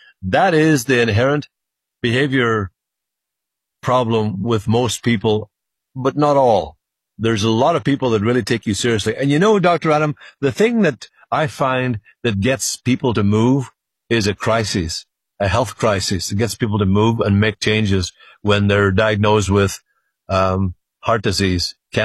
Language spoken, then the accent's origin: English; Ireland; now in California, United States